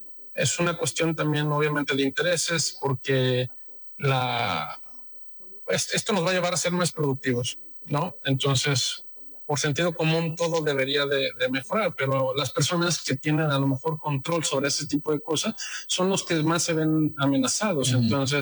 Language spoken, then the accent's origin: Spanish; Mexico; yo soy mexicano, amo a mi país, vivo fuera de México gran parte del año, me la paso en Europa